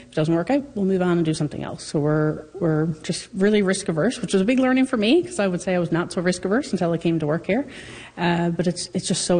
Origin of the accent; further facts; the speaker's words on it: Fogo Island, Newfoundland and Labrador, Canada; as a Newfoundlander and a Fogo Islander, I can tell you, we like to complain